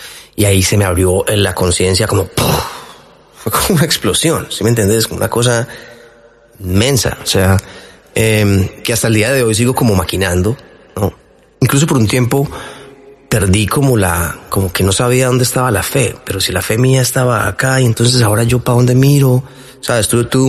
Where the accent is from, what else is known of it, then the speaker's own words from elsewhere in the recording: Medellín, Antioquia, Colombia; amo mi país, amo mi tierra, amo mi cultura. Todo lo que me ha dado Colombia